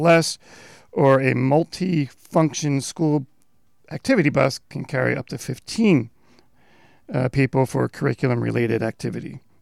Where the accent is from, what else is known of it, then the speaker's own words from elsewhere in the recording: Philadelphia, Pennsylvania, United States; moved away; I'm from Philadelphia.